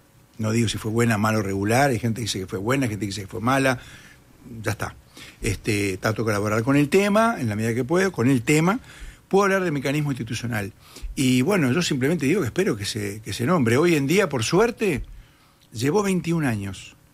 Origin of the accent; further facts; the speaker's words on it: Uruguay; Los uruguayos somos crueles con nuestro país.